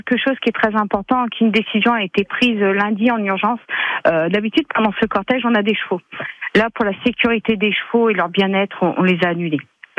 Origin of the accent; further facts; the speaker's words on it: Beauvais, Hauts-de-France, France; nous, on est originaire de Beauvais.